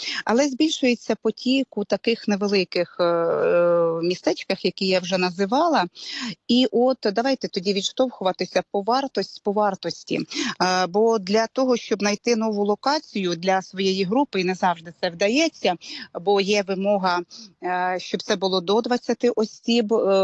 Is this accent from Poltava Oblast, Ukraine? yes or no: yes; Poltava, Poltava Oblast, Ukraine; Перше те, що у нас, я з Полтави, і у нас прекрасне сполучення.